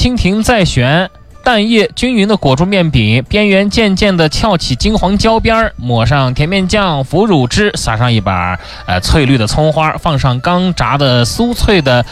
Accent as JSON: {"language": "Chinese", "region": "Tianjin", "country": "China", "said": "咱们天津人"}